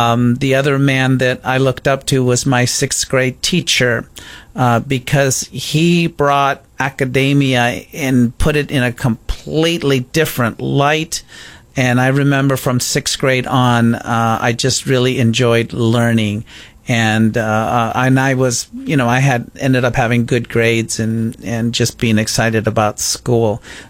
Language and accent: English; Wilmington, California, United States; I grew up in a small town called Wilmington, and that is in Southern California. Some of the larger bordering cities would be Carson and San Pedro and Lomita. So, yeah, I grew up in Wilmington, California, the heart of the harbor.